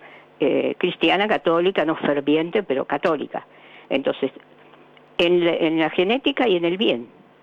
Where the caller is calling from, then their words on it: Buenos Aires, Argentina; De Cava, capital, Belgrano.